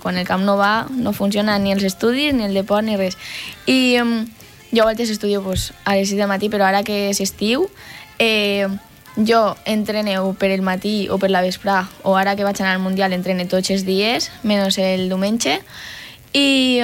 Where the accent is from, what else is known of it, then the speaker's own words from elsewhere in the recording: Benifaió, Valencian Community, Spain; jo soc de Benifaió i tinc 40 minuts de viatge.